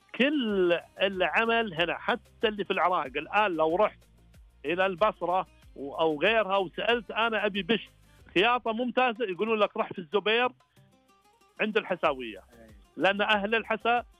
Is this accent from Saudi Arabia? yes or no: yes; Al-Ahsa, Eastern Province, Saudi Arabia; accent: Hasawi; مثل ما نقول بالحساوي